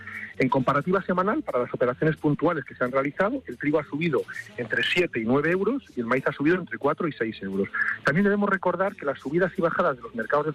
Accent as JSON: {"language": "Spanish", "region": "Castile and León", "country": "Spain", "tie": "born or raised there", "said": "saludos a tus oyentes desde las fiestas de mi pueblo en la Virgen del Carmen, en Hortaliza del Pino, provincia de León."}